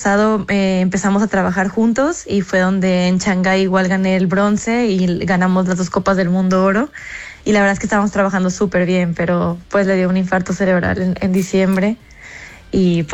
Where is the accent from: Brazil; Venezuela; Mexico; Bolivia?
Mexico; soy mexicano, puedo.